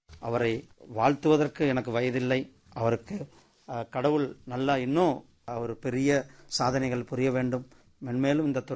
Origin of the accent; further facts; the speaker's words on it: Namakkal, Tamil Nadu, India; நான் நாமக்கல்காரன்.